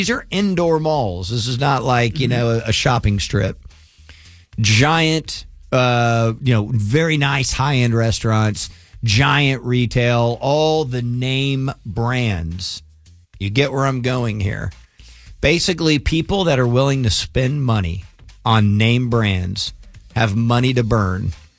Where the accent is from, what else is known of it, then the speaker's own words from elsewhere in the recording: Richardson, Texas, United States; you know, Ben and I grew up in Richardson, and our high school was across the street from Richardson Square Mall.